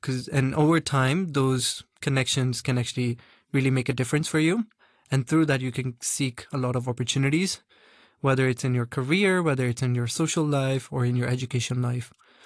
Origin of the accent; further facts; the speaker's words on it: Hong Kong; I'm a Hong Kong born and raised Pakistani.